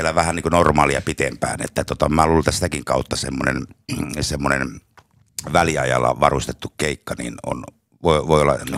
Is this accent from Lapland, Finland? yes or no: no; Hailuoto, North Ostrobothnia, Finland; born there; mä oon syntynyt Hailuodossa ja mulla on juuret siellä.